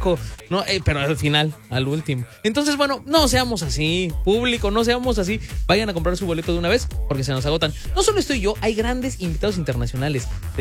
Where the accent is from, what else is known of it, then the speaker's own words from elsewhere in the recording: Mexico; así somos los mexicanos.